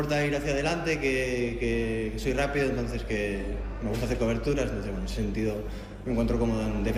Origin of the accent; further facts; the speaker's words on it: Spain; Vengo de cerca de Asturias, entonces en ese sentido, bien, la adaptación es buena.